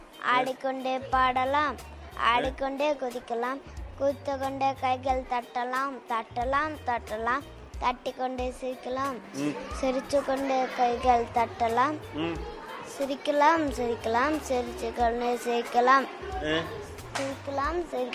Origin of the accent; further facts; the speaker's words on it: Kollappatti, Tamil Nadu, India; Kollapatti.